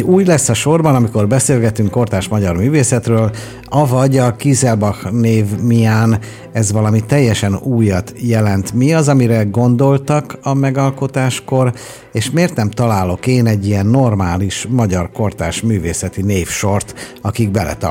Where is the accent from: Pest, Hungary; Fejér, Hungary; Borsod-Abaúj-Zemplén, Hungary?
Fejér, Hungary; Dunaújváros; elárulom neki, hogy én dunaújvárosi vagyok tulajdonképpen